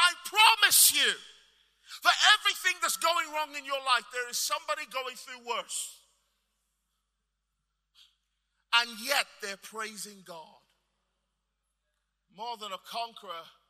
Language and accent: English; Nigeria; I'm Nigerian, I told you.